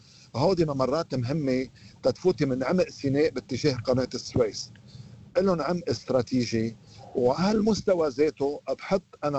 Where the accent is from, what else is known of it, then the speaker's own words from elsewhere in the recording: Lebanon; بس ولكن بوجداني أنا كلبناني ما بشوفه شيء مزبوط